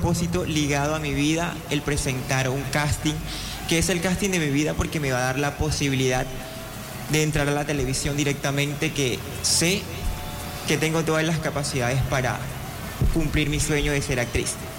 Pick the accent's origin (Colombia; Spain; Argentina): Colombia; Coveñas, Sucre; Soy artista del Caribe, hija de Coveñas.